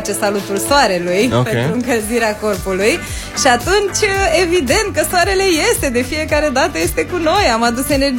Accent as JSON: {"language": "Romanian", "region": "Bucharest", "country": "Romania", "said": "Noi suntem din mai multe orașe. Eu, spre exemplu, sunt din București."}